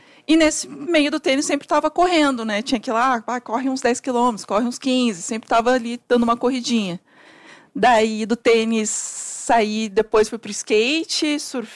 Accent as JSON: {"language": "Portuguese", "town": "Porto Alegre", "region": "Rio Grande do Sul", "country": "Brazil", "moved": "yes", "lives_now": "São Paulo, Brazil", "said": "Enfim, eu sou de Porto Alegre, mas moro aqui há 4 anos, em São Paulo."}